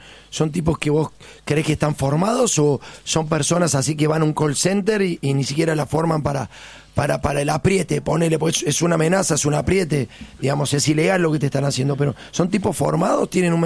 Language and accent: Spanish; Córdoba, Argentina; moved away; yo soy de Córdoba, no soy de acá.